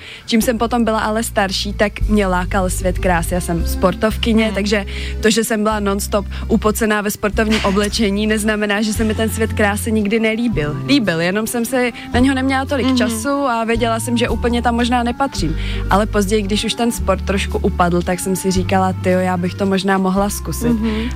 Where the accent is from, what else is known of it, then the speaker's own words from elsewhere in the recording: Moravia, Czechia; Jsem z Moravy, pardon.